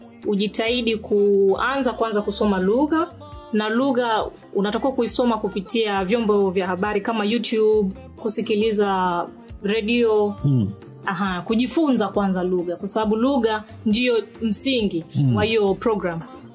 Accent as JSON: {"language": "Swahili", "region": "Dar es Salaam", "country": "Tanzania", "moved": "as an adult", "lives_now": "Germany", "said": "na ninatokea Dar es Salaam, Ubungo. Nilikuwa naishi Ubungo."}